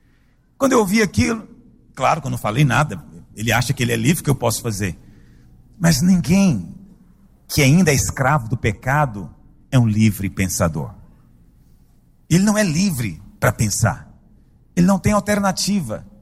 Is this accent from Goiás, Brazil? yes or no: yes; Goiânia, Goiás, Brazil; De onde você é? Ah, sou de Goiânia.